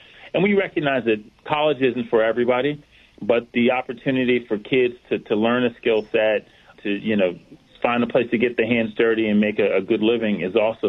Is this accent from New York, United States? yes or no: yes; New York City, New York, United States; being a New Yorker, having been here when 9/11 took place